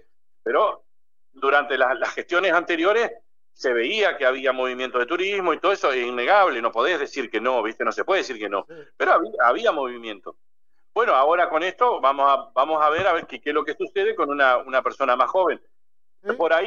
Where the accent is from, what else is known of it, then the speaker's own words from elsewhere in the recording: Diamante, Entre Ríos, Argentina; yo soy de Diamante, de Entre Ríos, y trabajo en la dirección de turismo de la ciudad